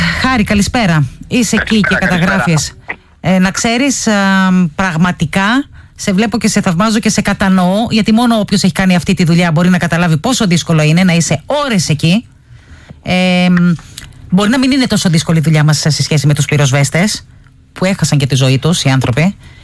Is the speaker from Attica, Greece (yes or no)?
no; Antissa, North Aegean, Greece; Στο χωριό μου λοιπόν, 31 Ιουλίου αύριο, ανάβουμε φωτιά στην πλατεία.